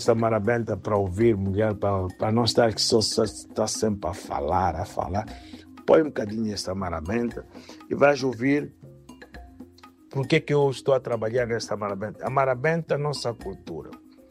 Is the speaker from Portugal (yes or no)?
no; Mozambique; Bem, como moçambicano também, para dizer que o sangue de moçambicanos, corre sempre nas minhas veias. E uma das coisas que eu tenho sempre é procurar explorar os ritmos moçambicanos